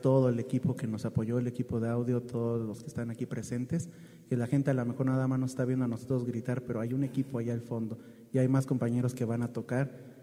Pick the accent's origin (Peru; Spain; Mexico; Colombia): Mexico; Mexico City; somos aquí de la Ciudad de México